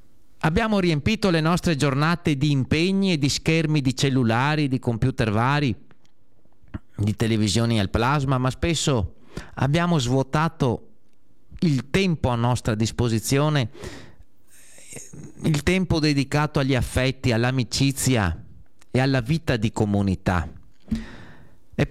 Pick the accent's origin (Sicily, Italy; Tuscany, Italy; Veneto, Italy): Veneto, Italy; Due Carrare; nel mio paese, ecco, finisce martedì, mi sembra, ecco, con i fuochi a Due Carrare